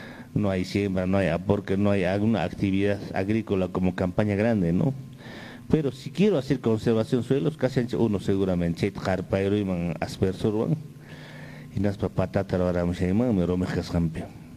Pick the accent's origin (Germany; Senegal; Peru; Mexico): Peru; Apurímac; por mi tierra, Aymaraes, Apurímac